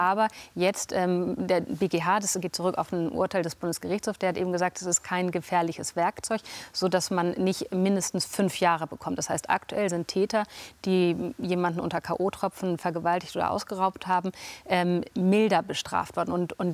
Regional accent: Celle, Lower Saxony, Germany; Also ich komme aus Celle, also in der Nähe von Hannover

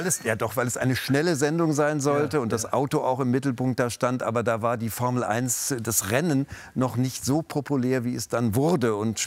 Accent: Munich, Bavaria, Germany; Weil ich bin ja aus München und da ist man ja gewöhnt, dass Bayern immer oben steht.

